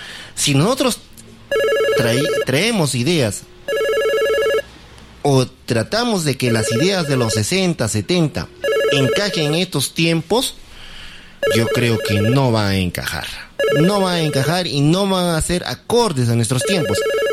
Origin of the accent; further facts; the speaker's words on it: Peru; Nuestra realidad nacional como Estado, como sociedad peruana, es distinta.